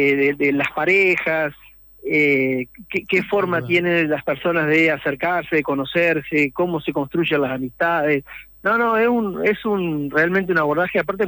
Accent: Argentina

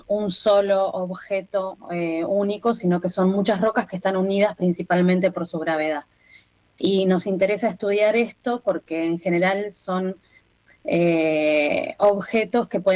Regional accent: Bahía Blanca, Buenos Aires Province, Argentina; moved away as an adult; Yo soy de Bahía Blanca

